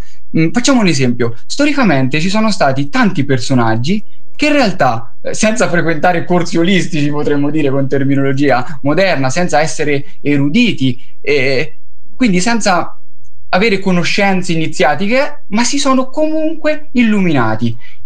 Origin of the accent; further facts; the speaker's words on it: Costacciaro, Umbria, Italy; il beato Tommaso da Costacciaro, che è il mio paese.